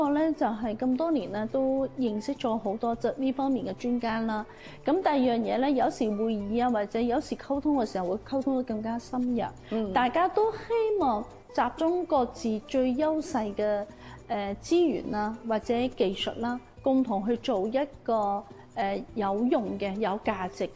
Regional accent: Macau; 回归25周年，身为澳门人，四星产业应该是有责任去向前走一步的。

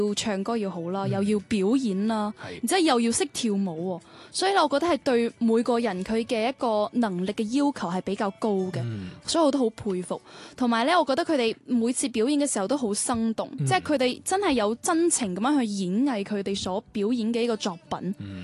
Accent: Guangdong, China

